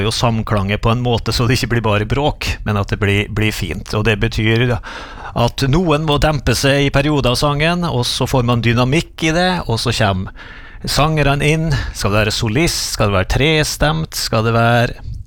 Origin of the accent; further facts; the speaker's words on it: Tingvoll, Møre og Romsdal, Norway; også på Tingvoll, der jeg vokste opp.